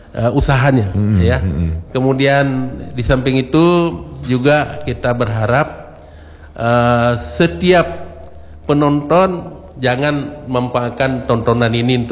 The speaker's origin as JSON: {"language": "Indonesian", "town": "Meulaboh", "region": "Aceh", "country": "Indonesia", "tie": "born or raised there", "moved": "yes", "lives_now": "Banda Aceh, Indonesia", "said": "kampung saya di Melabo ya. Itu ada sawah, ada gunung, ada ini, ada bisa padi, bisa peternak ya, ada peternakan."}